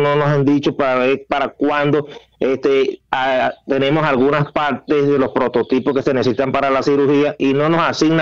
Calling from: Lima, Peru; Estamos llamando de acá de Lima. Estamos ubicados en San Juan de Lurigancho.

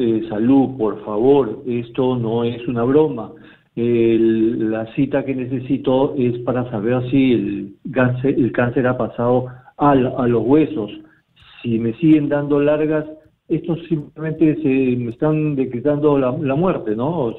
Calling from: Piura, Peru; llamo de Piura.

